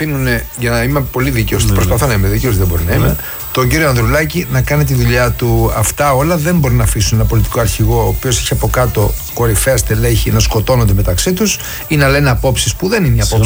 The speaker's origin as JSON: {"language": "Greek", "town": "Lamia", "region": "Central Greece", "country": "Greece", "said": "σας διευκρινίζω ότι δεν είμαι κάτοικος ή δημότης, είμαι από Λαμία, απλά έχω φίλους στην περιοχή."}